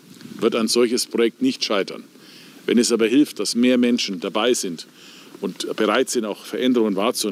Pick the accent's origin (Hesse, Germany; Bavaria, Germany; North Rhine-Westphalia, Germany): Bavaria, Germany; Bei uns in Bayern ist die Welt noch halbwegs in Ordnung.